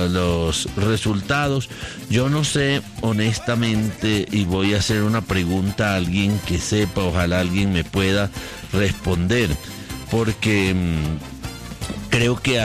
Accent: Colombia

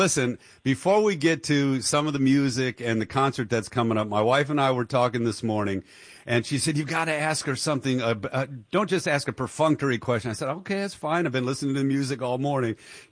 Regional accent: Detroit, Michigan, United States; I'm a city guy. I'm also a Motown guy. I grew up in Detroit.

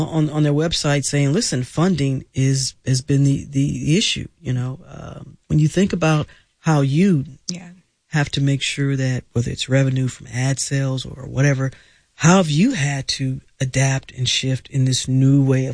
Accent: St. Louis, Missouri, United States; I grew up in St. Louis where we used to get the St. Louis Argus.

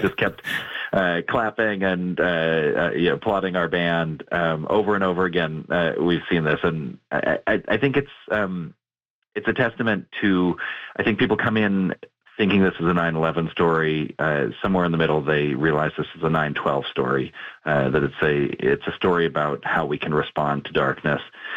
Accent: Canada; I mean, it's an incredible story that I'm proud of as a Canadian

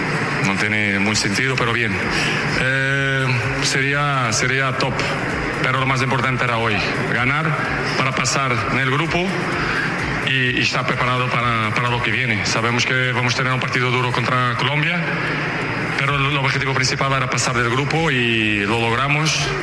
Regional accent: Spain; Soy español, chico.

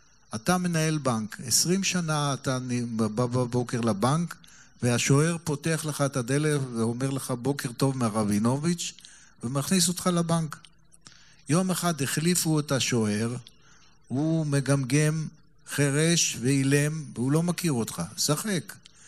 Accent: Haifa, Haifa District, Israel; ואני בתור חיפאי, יום אחד אני פוגש את גדי ציגלמן

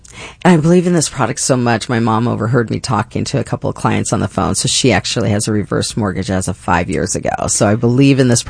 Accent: Phoenix, Arizona, United States; Well, I'm actually a Phoenician. I'm from here.

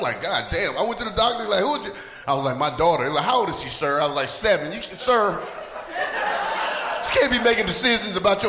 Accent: North Carolina, United States; I'm from the South, right? I'm from North Carolina, with school in Atlanta.

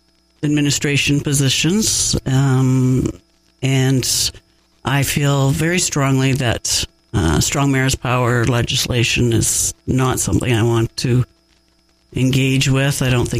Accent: Minden, Ontario, Canada; I was born and raised in Minden.

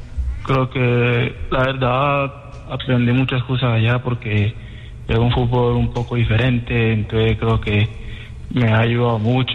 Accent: Apartadó, Antioquia, Colombia; Yo soy de Apartado, Antioquia.

